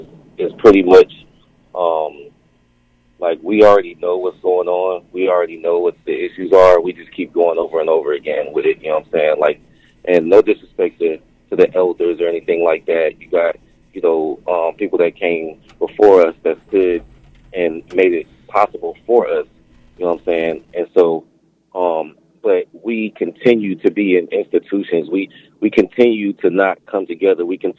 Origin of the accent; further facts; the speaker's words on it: United States; how I grew up in America